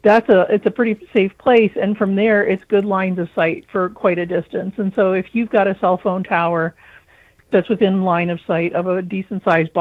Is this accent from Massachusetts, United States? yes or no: no; Alaska, United States; moved away; I'm originally from Alaska, and we would have eagles in the backyard. And so when my family moved down to the UP in the 70s